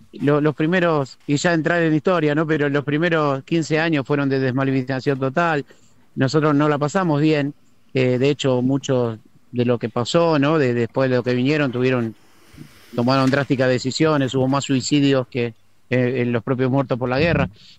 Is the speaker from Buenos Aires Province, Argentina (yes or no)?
yes; La Matanza, Buenos Aires Province, Argentina; soy veterano de guerra de ahí, ¿no? De La Matanza.